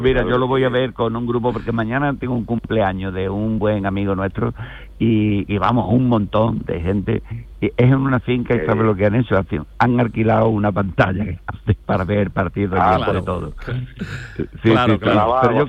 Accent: Andalusia, Spain; No, nosotros somos andaluces y que gane el mejor.

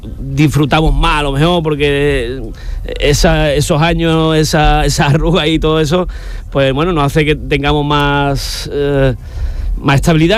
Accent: Rincón de la Victoria, Andalusia, Spain; nosotros somos de aquí, de Rincón de la Victoria, de Málaga, un pueblo marinero donde se vive la Virgen del Carmen

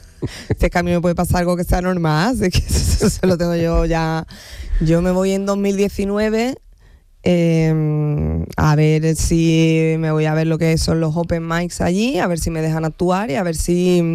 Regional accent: Andalusia, Spain; Yo soy andaluza, pero tengo una parte un poquito estadounidense aquí en la cabeza.

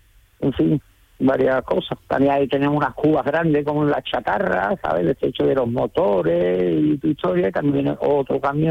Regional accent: Montequinto, Andalusia, Spain; now in Guillena, Spain; Yo soy de toda la vida de Dios, de Montequinto.

